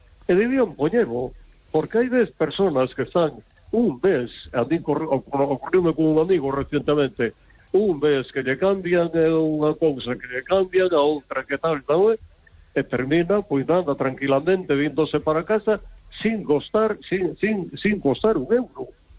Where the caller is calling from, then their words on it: Vigo, Galicia, Spain; Soy de Telmo de Vigo.